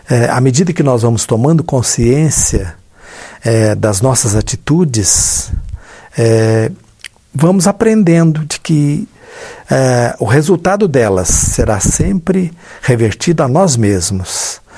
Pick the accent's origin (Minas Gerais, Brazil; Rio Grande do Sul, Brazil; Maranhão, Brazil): Minas Gerais, Brazil; Araxá; moved away; Depois que saí de Araxá, eu vim para o estado de São Paulo, e hoje até me digo, costumo dizer que sou mais paulista do que mineiro, pela maior parte da minha existência, conviver no estado de São Paulo